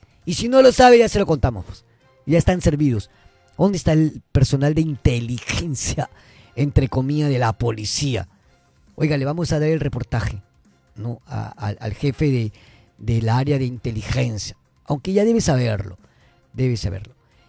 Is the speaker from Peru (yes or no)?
yes; Peru